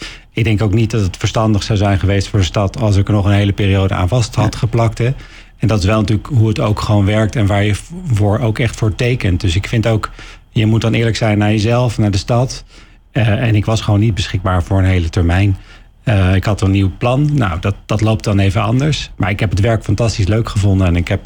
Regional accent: Haarlem, North Holland, Netherlands; Nou, ik ben geboren Haarlemmer. Ik ben super trots op deze stad.

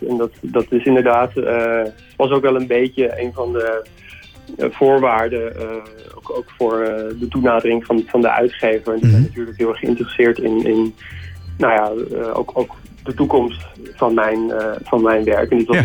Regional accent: Haarlem, North Holland, Netherlands; born there; Juist ook omdat het inderdaad in Haarlem is, mijn geboortestad.

